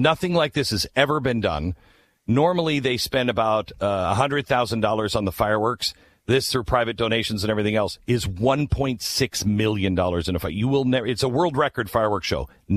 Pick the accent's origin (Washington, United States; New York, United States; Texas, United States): Washington, United States; Seattle; I'm 18 years old. I'm from Seattle. I've never seen a beltway.